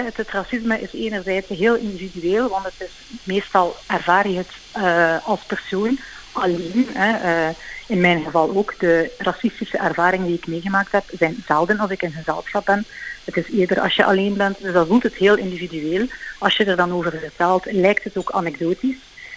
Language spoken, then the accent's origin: Dutch; Belgium; born there; Ik ben Chinees-Indonesische-Belgische. Ik ben geboren in België.